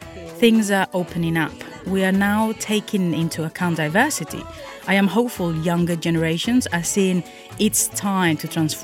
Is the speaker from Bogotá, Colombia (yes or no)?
no; Timbiquí, Cauca, Colombia; Growing up in Timbiquí was magic. I was surrounded by a big community, like a big family. You could breathe music from every corner.